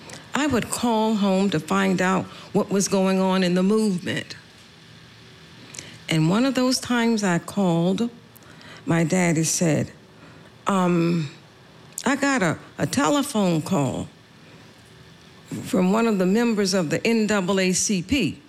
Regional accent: Savannah, Georgia, United States; And that is how it was growing up in Savannah, Georgia.

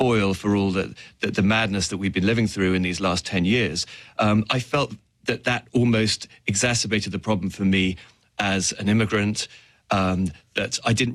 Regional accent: United Kingdom; Yeah, I mean, people always expect me as a Brit to be an expert on the royal family, which I'm not.

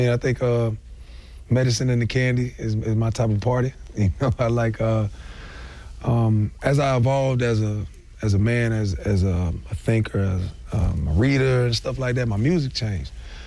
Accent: Florida, United States; now in East Point, United States; I'm originally from South Florida, based in East Point, and I'm a hip-hop artist.

